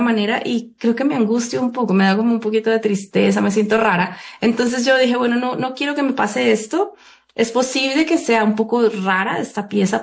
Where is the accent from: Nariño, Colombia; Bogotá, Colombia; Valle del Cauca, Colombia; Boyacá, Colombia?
Valle del Cauca, Colombia; Cali; moved away as an adult; also born or lived in Birmingham, England; la nostalgia que me dio como de Cali, de Colombia, era dolorosísima